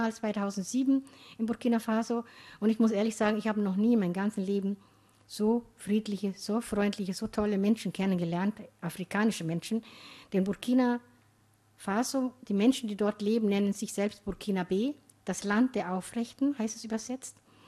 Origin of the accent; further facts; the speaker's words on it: Somalia; ich komme aus Somalia, aber ich kann in Somalia nicht arbeiten